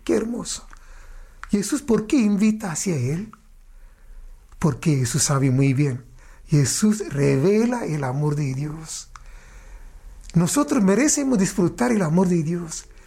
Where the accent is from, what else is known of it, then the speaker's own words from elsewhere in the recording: India; moved away; yo soy un sacerdote de la India